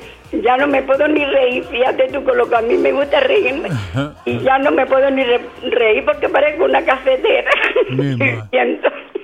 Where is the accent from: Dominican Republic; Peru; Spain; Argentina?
Spain; Canary Islands; yo soy española y primero, y también soy canaria